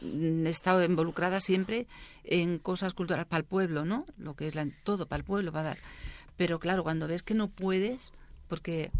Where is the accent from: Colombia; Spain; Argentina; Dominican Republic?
Spain; Seville, Andalusia; now in Catalonia, Spain; Sí, soy de Sevilla.